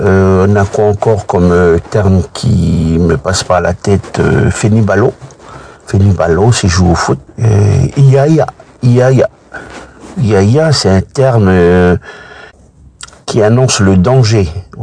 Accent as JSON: {"language": "French", "area": "Lifou", "region": "Loyalty Islands Province", "country": "New Caledonia", "tie": "born there", "also_born_or_lived": "Nouméa / Ouvéa", "said": "On va dire que dans mon enfance, j'ai grandi à Lifou. Et les vacances, j'allais à Ouvéa. Et à certains moments, je faisais ma scolarité à Ouvéa"}